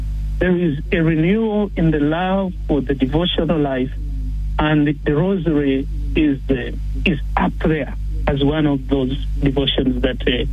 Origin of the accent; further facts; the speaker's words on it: Uganda; moved away; I come from Africa. I come from Uganda.